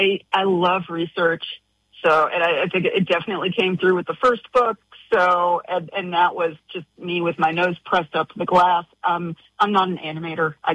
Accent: Kentucky, United States; moved away as an adult; now in Queens, New York, United States; I wrote Returns and Exchanges out of intense homesickness for Kentucky and for Lexington in particular. Lexington was my first big city.

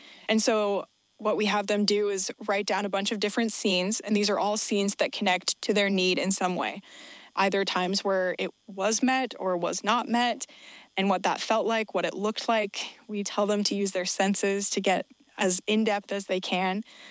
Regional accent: Utah, United States; I'm from a small town in southern Utah, and I'm an English major.

